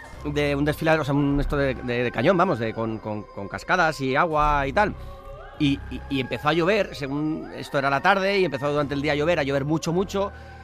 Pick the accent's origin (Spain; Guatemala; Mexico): Spain; San Sebastián, Basque Country